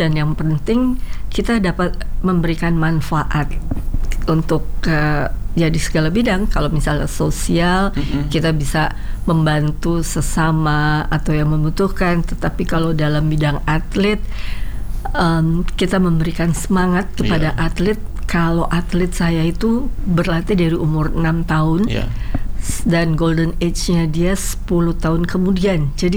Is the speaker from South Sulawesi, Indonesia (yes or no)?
no; West Jakarta, Jakarta, Indonesia; Saya dari Jakarta Barat.